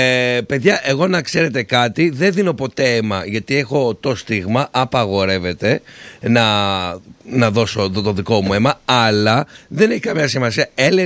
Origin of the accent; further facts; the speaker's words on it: Methana, Attica, Greece; τον τόπο μου, για τα μέθαινα